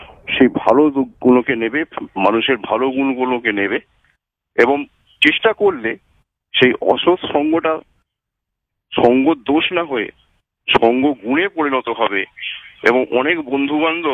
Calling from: Kolkata, West Bengal, India; বেহালা থেকে … কথা বলছি।

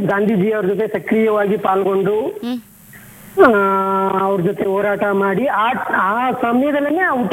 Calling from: Sigekote, Karnataka, India; ಸೀಗೆಕೋಟೆ ನಮ್ಮ ಊರ ಹೆಸರು. ನಾವು ಕನಕಪುರ ತಾಲೂಕು, ಬೆಂಗಳೂರು ದಕ್ಷಿಣ ಜಿಲ್ಲೆ.

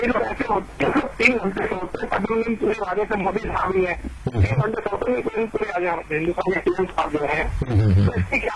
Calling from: Delhi, India; और मैं करमपुरा बोल रहा हूँ

